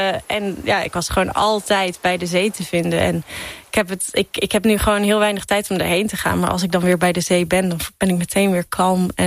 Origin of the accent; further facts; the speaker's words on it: Middelburg, Zeeland, Netherlands; moved away; ik kom uit Zeeland. Ik kom uit Middelburg.